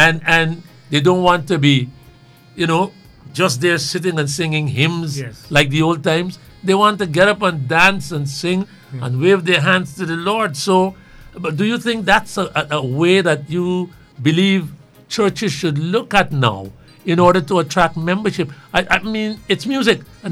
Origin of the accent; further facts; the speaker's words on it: Georgetown, Demerara-Mahaica, Guyana; born there; I was born in Kitty.